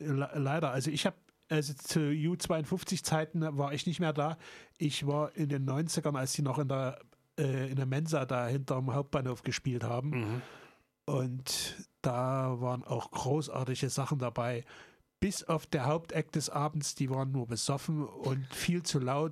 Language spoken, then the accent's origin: German; East Germany, Germany; born there